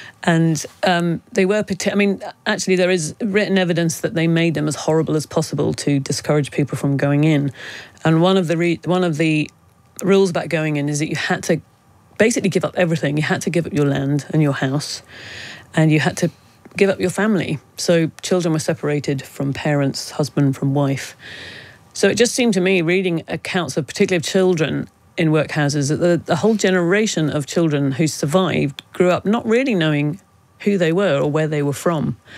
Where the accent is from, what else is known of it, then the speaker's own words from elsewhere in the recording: Ireland; born there; accent: British; even though my passport was Irish, I was born in Ireland, and I don't say to people I'm Irish because I can hear my little British voice saying